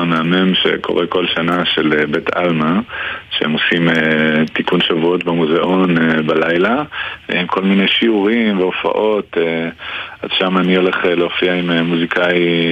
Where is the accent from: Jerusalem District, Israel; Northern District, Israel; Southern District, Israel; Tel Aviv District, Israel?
Jerusalem District, Israel; Jerusalem; אני גדלתי בירושלים